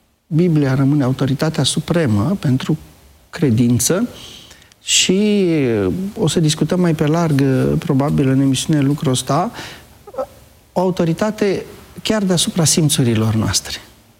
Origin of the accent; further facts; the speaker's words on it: Romania; Noi ca români